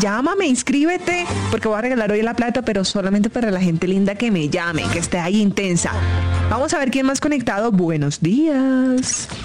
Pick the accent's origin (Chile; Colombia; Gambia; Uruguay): Colombia; Caribbean coast; Soy costeña.